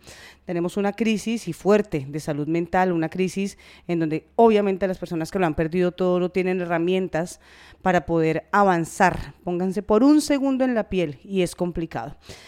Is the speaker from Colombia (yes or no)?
yes; Colombia; somos colombianos, somos familia